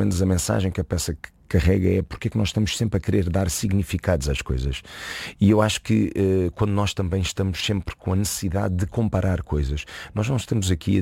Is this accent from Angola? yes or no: no; Portugal; moved away as an adult; now in Brazil; e falo de Portugal com o maior dos orgulhos, o país onde eu nasci, é o meu país.